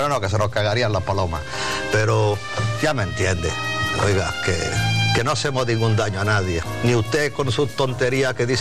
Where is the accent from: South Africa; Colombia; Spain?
Spain; yo siempre estoy en el paro, hasta cuando tengo trabajo como buen español.